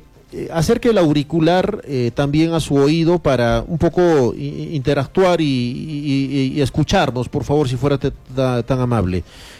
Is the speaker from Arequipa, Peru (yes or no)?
yes; Arequipa, Peru; todos los arequipeños